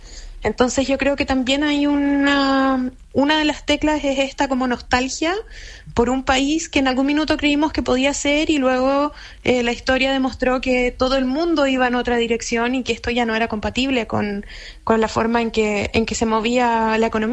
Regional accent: Chillán, Ñuble, Chile; Yo crecí en Chillán, mi papá ya no vivía en la población de la IANSA

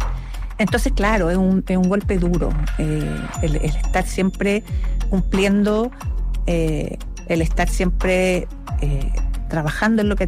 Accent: Chile

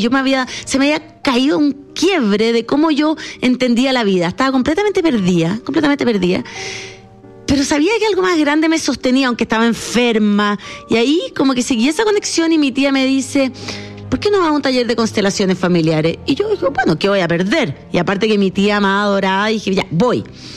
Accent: Chile; moved away as an adult; now in Europe; Nos fuimos a vivir a Europa porque … yo soy croata y alemana, pero fui criada … completamente chilena.

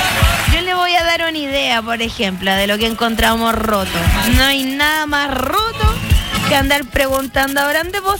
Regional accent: Chile; ¿Por qué vamos a ser rotos? ¿Porque somos chilenos?

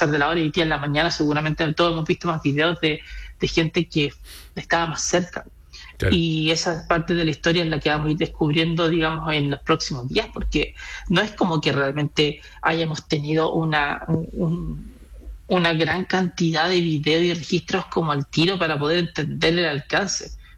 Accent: Chile; somos chilenos

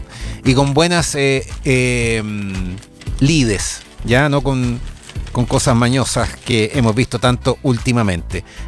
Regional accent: Chile; Eso es lo que más nos importa como chilenos

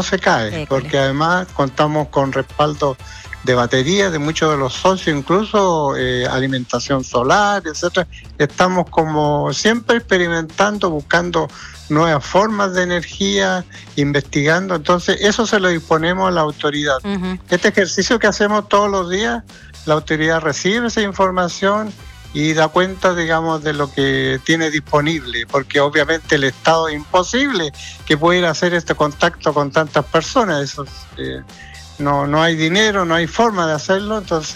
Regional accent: Valparaíso, Chile; Así somos los porteños.

